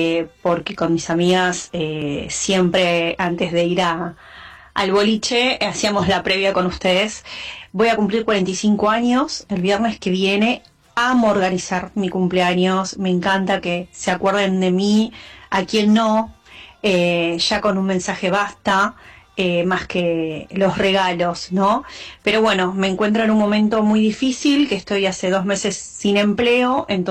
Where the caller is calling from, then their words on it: Buenos Aires, Argentina; de Lugano.